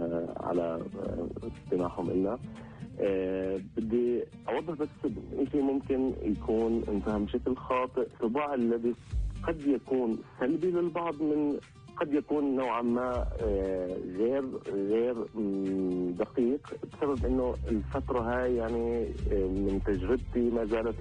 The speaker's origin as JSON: {"language": "Arabic", "country": "Palestine", "moved": "yes", "lives_now": "Germany", "said": "إحنا كشعب فلسطيني"}